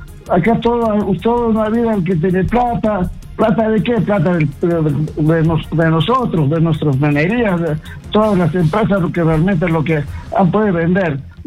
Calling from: Arequipa, Peru; Llamo desde Arequipa

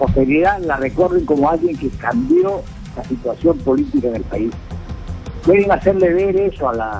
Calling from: Peru; de Chiquillo.

